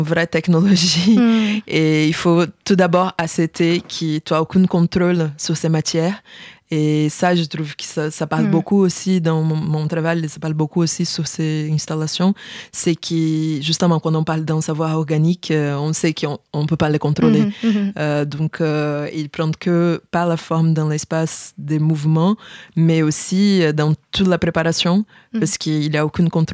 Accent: Rio de Janeiro, Brazil; French is a second language; ça s'appelle la France Antarctique, qui c'est un voyage d'exploration qui est arrivé à chez moi, à Rio de Janeiro.

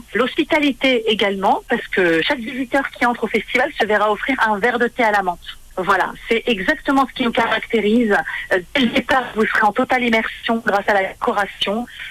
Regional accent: Lyon, Auvergne-Rhône-Alpes, France; lyonnaise, parce que moi je suis de Lyon, je suis lyonnaise.

